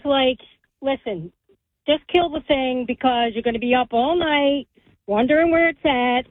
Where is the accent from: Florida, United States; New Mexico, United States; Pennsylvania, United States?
Pennsylvania, United States; Philadelphia; now in Turnersville, United States; I grew up in South Philly, and I lived in an apartment